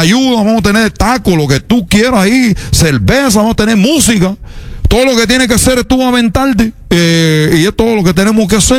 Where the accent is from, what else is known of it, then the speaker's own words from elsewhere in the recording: Cuba; Y dije, oye, chicos, ¿qué te pasa? Yo soy de Cuba.